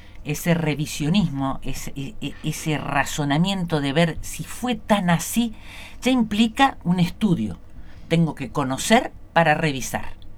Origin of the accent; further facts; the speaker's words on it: Argentina; Nuestra realidad, nuestra identidad como argentinos.